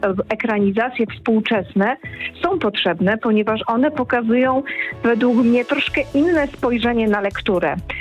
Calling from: Bad Muskau, Saxony, Germany; dzwonię z Bad Muskau w Niemczech.

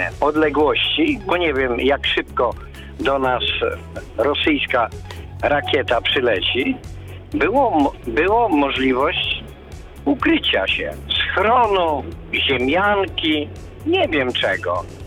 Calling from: Lower Silesian Voivodeship, Poland; Ja mieszkam pod Wrocławiem, w małej wsi

